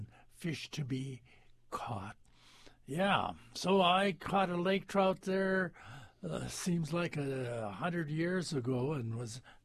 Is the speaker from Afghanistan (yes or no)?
no; Dease Lake, British Columbia, Canada; my hometown of Dease Lake.